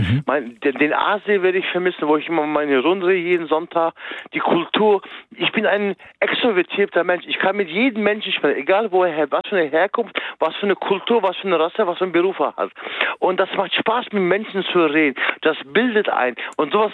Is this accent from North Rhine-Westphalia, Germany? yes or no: yes; Münster, North Rhine-Westphalia, Germany; born there; also born or lived in Turkey